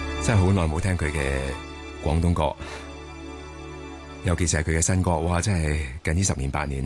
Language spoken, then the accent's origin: Cantonese; Hong Kong; first language Cantonese; 我哋香港嘅歌迷咧唱翻啲粤语歌啊，我哋嘅母语啊